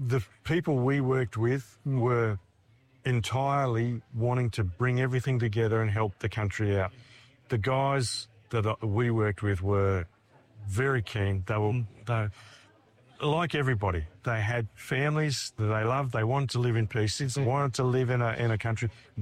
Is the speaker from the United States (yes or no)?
no; Australia; I'm Australian.